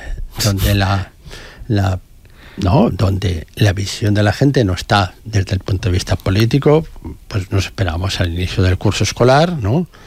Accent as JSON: {"language": "Spanish", "region": "Valencian Community", "country": "Spain", "said": "Yo soy valenciano de pura cepa, lo cual es ser alicantino, castellonense y valenciano."}